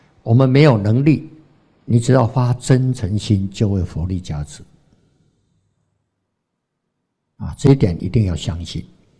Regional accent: Taiwan; accent: Taiwanese; 那个老板娘听到我们是台湾口音的啊，讲台语的

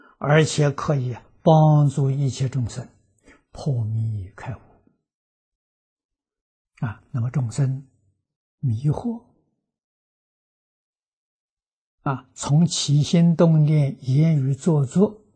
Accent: China; 我们中国人讲至于至善

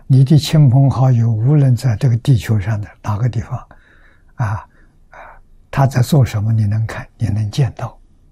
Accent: China; 我们中国人

